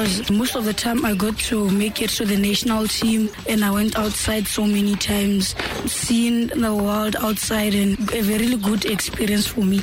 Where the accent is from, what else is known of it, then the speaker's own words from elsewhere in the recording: Central District, Botswana; it's not like I'm from Mahalape. I'm from a village called Mueng.